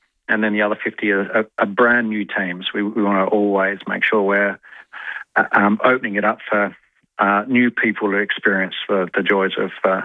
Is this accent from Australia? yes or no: yes; Adelaide, South Australia, Australia; I'm from Adelaide